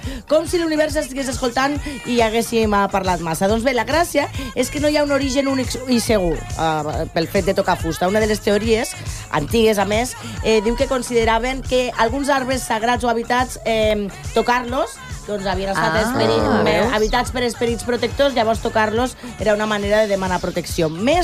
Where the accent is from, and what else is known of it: Lleida, Catalonia, Spain